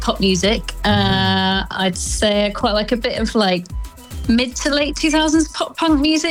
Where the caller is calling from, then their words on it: Bracknell, South East England, United Kingdom; I am in sunny Bracknell today.